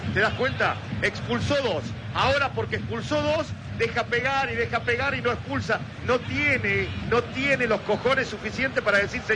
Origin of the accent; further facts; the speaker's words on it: Argentina; Cuando estás caliente como somos nosotros los argentinos. Si hay un fósforo cerca, explotamos.